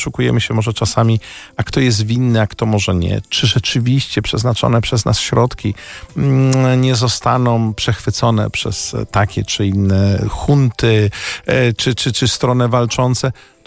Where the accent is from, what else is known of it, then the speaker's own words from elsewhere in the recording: Łódź, Łódź Voivodeship, Poland; Pamiętam odsetek osób w 97 roku, jestem z Łodzi, które przynosiły do Czerwonego Krzyża